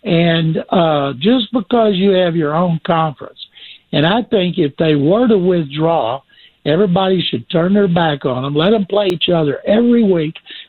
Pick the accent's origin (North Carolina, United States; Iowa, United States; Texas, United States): Texas, United States; I grew up in Texas